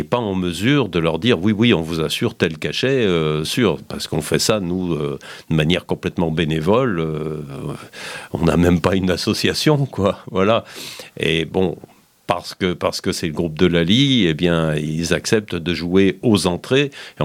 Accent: Die, Auvergne-Rhône-Alpes, France; moved away; j'ai quand même donc vécu toute mon enfance à Die, où j'ai quand même fait beaucoup de musique à Die, à la MJC.

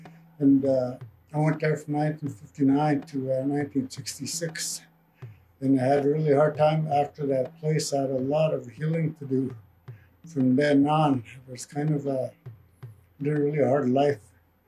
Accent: Salmon Arm, British Columbia, Canada; also born or lived in Kamloops, British Columbia; I come from the Secwepemc Nation of the Shuswap Lakes of Salmon Arm, British Columbia.

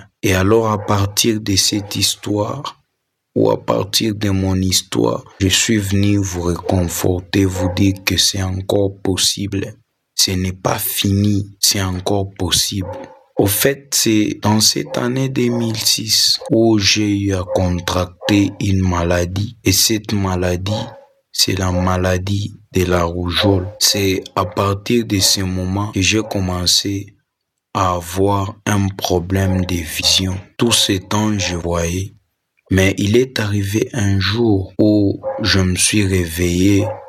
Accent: Likasi, Haut-Katanga, DR Congo; now in Lubumbashi, Democratic Republic of the Congo; je suis né à Likasi et j'ai grandi à Likasi.

